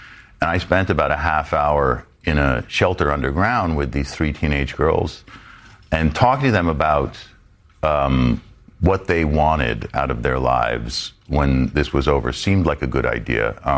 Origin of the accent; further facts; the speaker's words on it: United States; not because of my Ukrainian ancestry, but because I am American and because the values that they're fighting for me define what it is to be American.